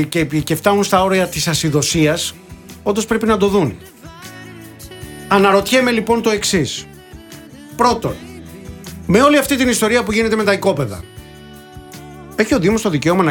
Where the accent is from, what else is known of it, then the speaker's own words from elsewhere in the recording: Molaoi, Peloponnese, Greece; moved away; εκεί κάτω στα μέρη μου.